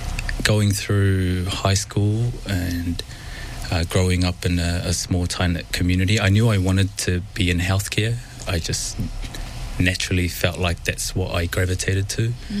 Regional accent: Auckland, New Zealand; Oh yeah, I was born and raised here in Auckland, a small suburb of Onehunga. My parents are both of Tongan descent.

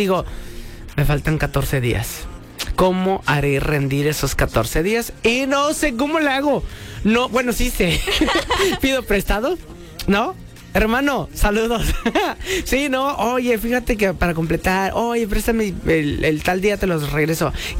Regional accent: Mexico; somos nosotros los mexicanos que más resolvemos

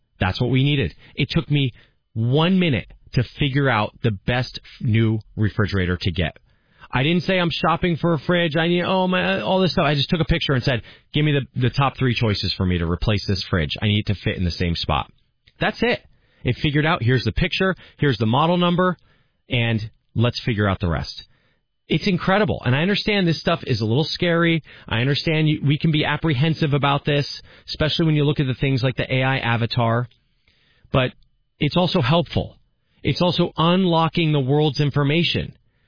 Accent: New Jersey, United States; If I had access to tools like this when I was an 11-year-old, 12-year-old, 13-year-old growing up in New Jersey as a somewhat creative child

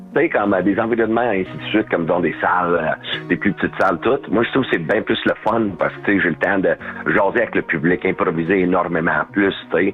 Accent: Edmonton, Alberta, Canada; moved away; also born or lived in Ontario; j'ai commencé en anglais. Je viens d'Edmonton, Alberta.

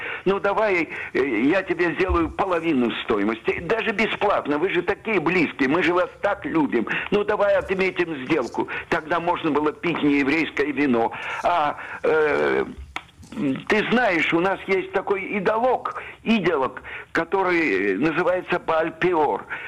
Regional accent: Odesa, Odesa Oblast, Ukraine; moved away; я жил в коммунальной квартире все детство в Одессе.

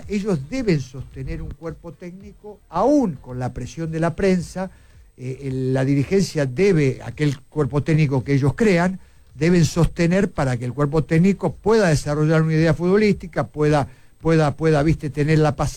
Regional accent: Argentina; yo como argentino

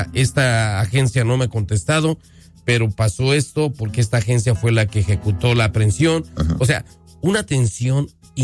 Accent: Mexico; como mexicanos, tenemos que tener la línea de emergencia de nuestro consulado a la mano

